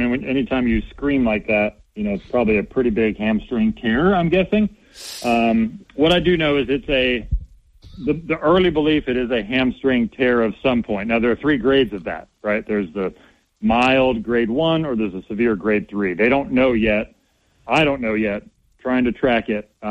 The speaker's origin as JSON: {"language": "English", "region": "Florida", "country": "United States", "said": "because I'm from Florida, so I've been through every storm possible."}